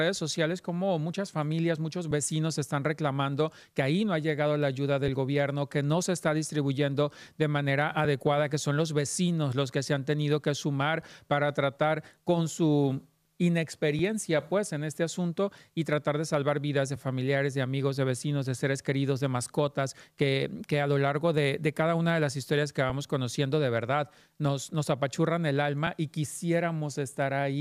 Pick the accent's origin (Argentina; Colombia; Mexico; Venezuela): Mexico; Como mexicano que vivimos tantas veces también sismos tan duros, tan destructivos, tan fuertes